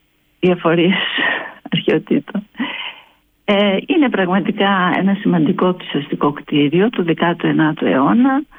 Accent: Thebes, Central Greece, Greece; moved away as an adult; now in Magoulia, Greece; Εγώ είμαι από τη Θήβα.

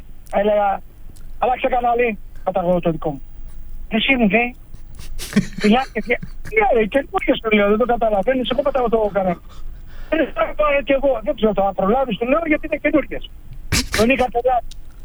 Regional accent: Zacharo, Western Greece, Greece; also born or lived in Nea Ionia / Lavrio; Μεγάλωσα στη Ζαχάρο και στο Λαύριο.

